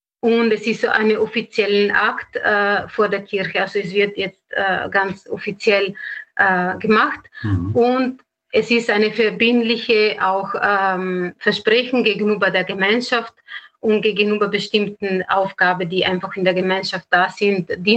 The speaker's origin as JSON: {"language": "German", "country": "Italy", "second_language": "German", "lives_now": "Austria", "said": "muss sagen, man hat vielleicht aus meiner Sprache gemerkt, dass ich nicht Österreicherin bin, sondern bin Italienerin. Und in Italien, das OFS ist sehr bekannt."}